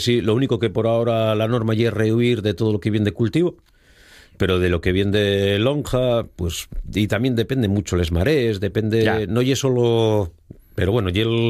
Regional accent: Asturias, Spain; yo nací ahí en Piedeloro

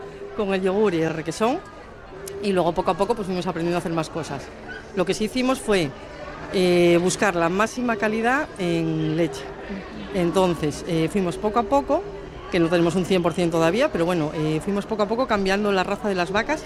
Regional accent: Sariego, Asturias, Spain; Yo vengo de Sariego, por eso se llama

